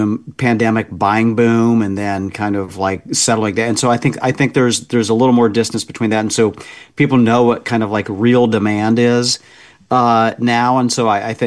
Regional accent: Indiana, United States; moved away; I was just back in my home state of Indiana

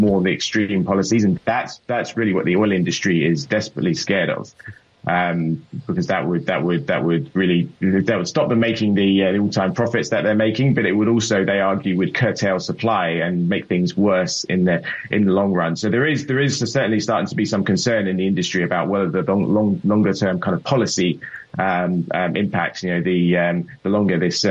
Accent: United Kingdom; moved away; as a Brit coming here nearly 9 years ago now, I found it rather curious

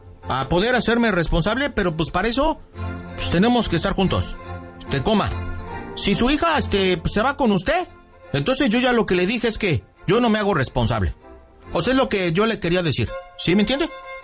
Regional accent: Xochimilco, Mexico City, Mexico; pues yo soy del barrio, acá del Xochimilco.

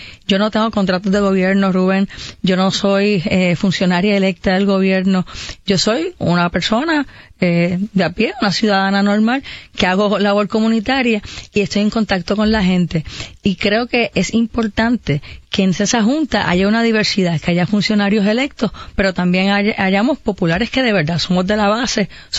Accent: Caguas, Puerto Rico; Caguas, Puerto Rico, centro y corazón.

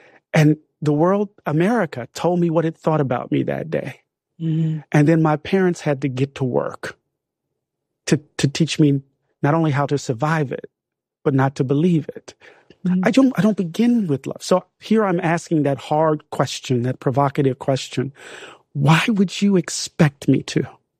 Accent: Mississippi, United States; I grew up in Mississippi.

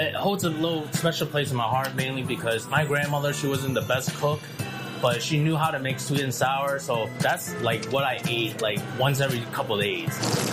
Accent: United States; It's a long story, but I grew up in Chinatown, and I grew up in a Chinese Catholic school. Everywhere I looked, they were all just Chinese.

